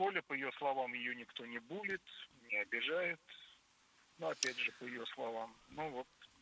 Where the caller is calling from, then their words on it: Kazan, Tatarstan, Russia; да, я из Казани.